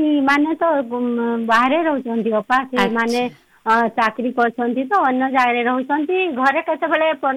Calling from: Bargarh, Odisha, India; ହଁ ମୁଁ ବରଗଡ଼ରୁ

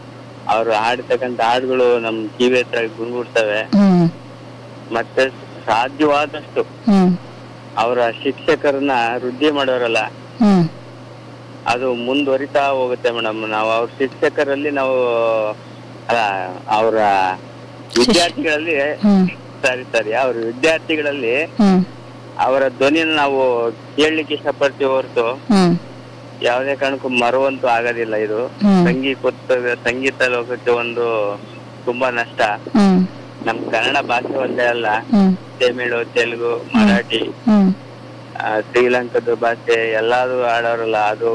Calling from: Chinchanahalli, Karnataka, India; Bhadravati taluk ಚಿಂಚನಹಳ್ಳಿ.

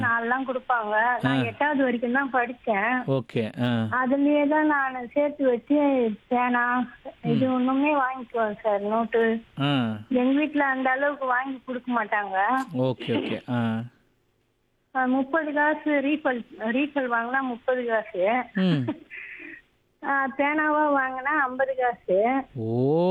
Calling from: Pallavaram, Tamil Nadu, India; பல்லாவரத்துல இருந்து பேசுறேன்

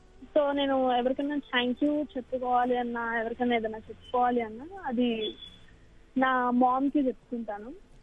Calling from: Hyderabad, Telangana, India; నేను హైదరాబాద్ నుంచి మాట్లాడుతున్నాను.

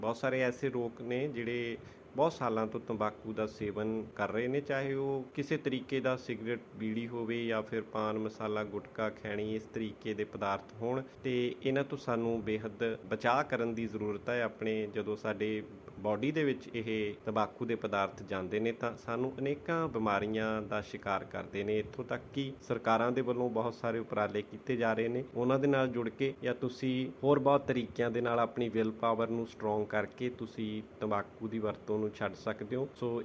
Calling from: Patiala, Punjab, India; ਤੇ ਮੈਂ ਪਟਿਆਲਾ ਤੋਂ ਬੋਲ ਰਿਹਾ।

